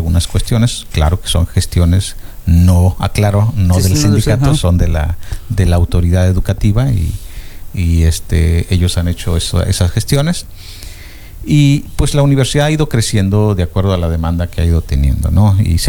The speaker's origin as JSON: {"language": "Spanish", "town": "Tlanchinol", "region": "Hidalgo", "country": "Mexico", "tie": "born or raised there", "moved": "yes", "said": "mi tierra natal que amo, que adoro y que seguido estoy por allá en las nubes porque me encanta lo fresco de allá."}